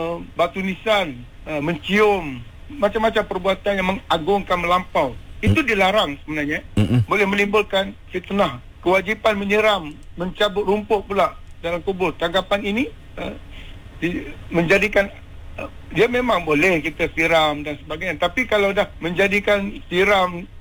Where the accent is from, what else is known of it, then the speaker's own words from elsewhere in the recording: Kelantan, Malaysia; now in Kuala Lumpur, Malaysia; saya orang Kelantan